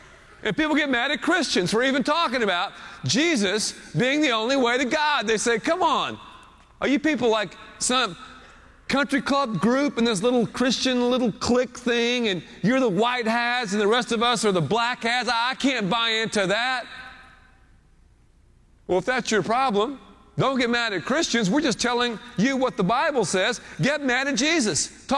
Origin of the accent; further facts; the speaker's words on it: Texas, United States; And we said, no, we're from Texas.